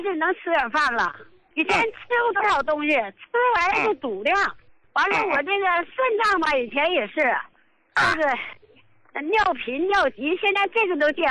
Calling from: Jilin, China; 我是吉林的。

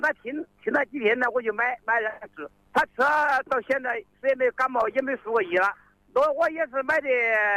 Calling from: Zhongxiang, Hubei, China; 我是中祥石牌镇伯湖镇的。

